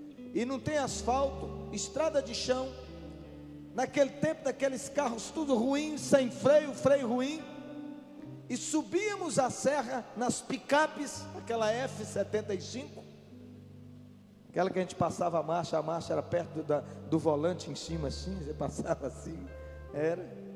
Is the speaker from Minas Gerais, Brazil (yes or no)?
yes; Cuparaque, Minas Gerais, Brazil; born there; Lá na minha cidade, a cidade onde eu nasci, Cuparaque, tem uma serra que no alto da serra tem quase 800 metros de altura, acima do nível do mar.